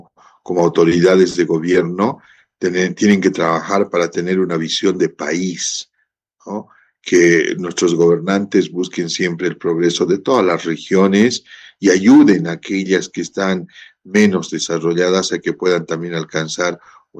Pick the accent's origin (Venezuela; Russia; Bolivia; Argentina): Bolivia; empecemos a pensar como país, somos Bolivia, todos somos bolivianos